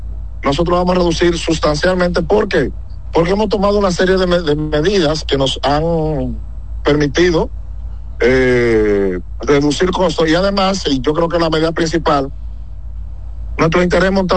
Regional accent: Dominican Republic; nosotros dominicanos

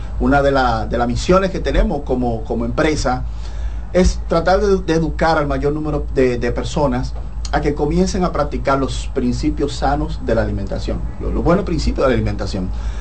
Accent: Puerto Plata, Dominican Republic; No, yo soy de Puerto Plata.

